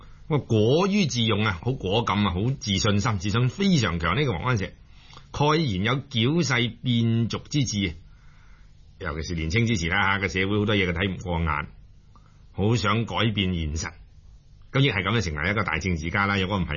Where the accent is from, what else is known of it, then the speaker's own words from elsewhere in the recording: China; 就系同我哋中国人嘅民族性咧，有一点好系配合嘅